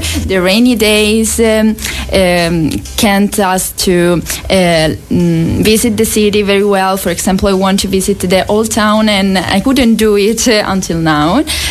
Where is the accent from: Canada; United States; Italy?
Italy; moved away as an adult; now in Dubrovnik, Croatia; I'm from Italy